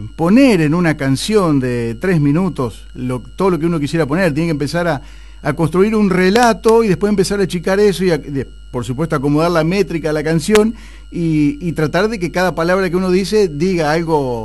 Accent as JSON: {"language": "Spanish", "town": "General Villegas", "region": "Buenos Aires Province", "country": "Argentina", "tie": "born there", "moved": "yes", "said": "la idiosincrasia de General Villegas, ¿no? De mi lugar en el mundo."}